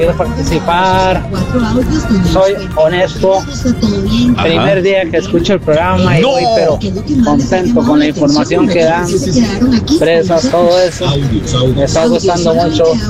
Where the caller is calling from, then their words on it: Alajuela, Costa Rica; carretera. Soy de La Juela y voy ruta Limón.